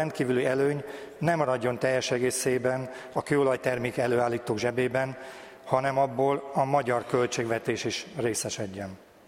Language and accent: Hungarian; Gellénháza, Zala, Hungary; Az alajdombok között, a nagylengyeli olajmezőbány eszeti központjában, Gellénházán nőttem fel. A telkünkről nap mint nap láttam a hatalmas ezüstös olajtartályokat, a szomszéd telken működő olajhimbát